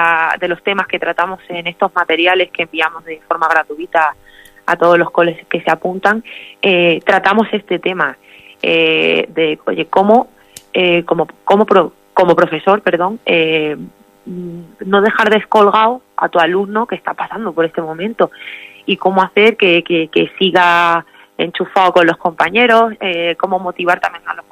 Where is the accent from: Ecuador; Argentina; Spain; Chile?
Spain; Cáceres, Extremadura; Sergio es un niño de Cáceres, yo también soy de Cáceres.